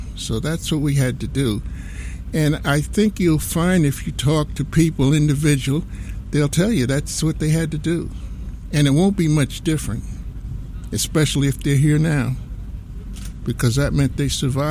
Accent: New Jersey, United States; I was brought up in New Jersey

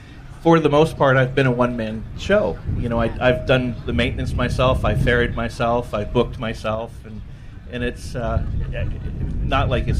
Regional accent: England, United Kingdom; also born or lived in London; I grew up in England. I moved to London in 1970, and that's

